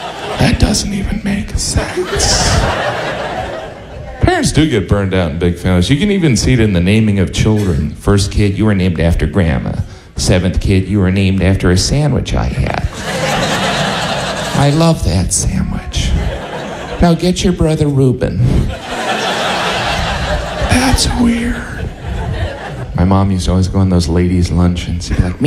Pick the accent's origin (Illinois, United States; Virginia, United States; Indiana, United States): Indiana, United States; I am from Indiana, and I know what most of you are thinking. Indiana Mafia. But where I grew up, there was something very similar to the Mafia.